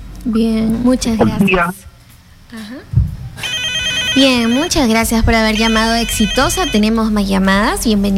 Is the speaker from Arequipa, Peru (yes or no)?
no; Chiclayo, Lambayeque, Peru; Chiclayo, un saludo para mi tierra hermosa. Yo también soy chiclayana. También soy chiclayana.